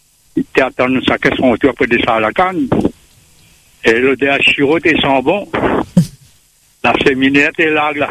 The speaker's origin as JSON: {"language": "French", "country": "Réunion", "tie": "born or raised there", "said": "à l'âge de 9 ans, comme ça, j'habite à Bois-Rouge, mais l'école était au Guillaume."}